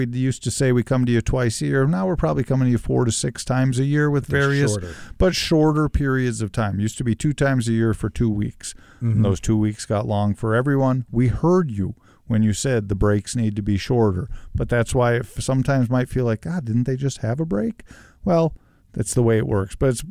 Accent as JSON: {"language": "English", "region": "England", "country": "United Kingdom", "said": "I'm an English guy"}